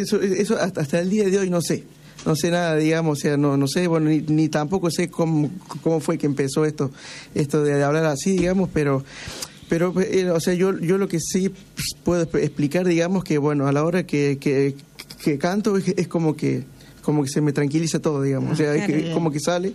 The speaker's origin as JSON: {"language": "Spanish", "region": "Córdoba", "country": "Argentina", "said": "Sí, yo soy de Córdoba, capital."}